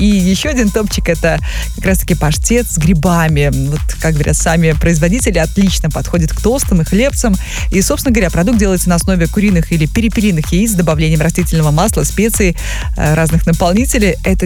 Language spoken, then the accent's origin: Russian; Belarus; мы сами, белорусы, это пробовали?